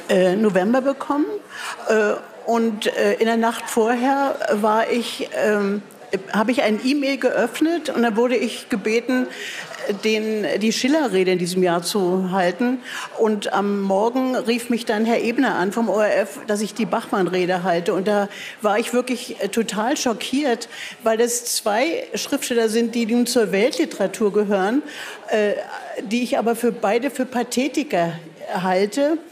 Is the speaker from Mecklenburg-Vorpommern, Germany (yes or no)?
no; Berlin, Germany; ich bin eine Berliner Spottdrossel.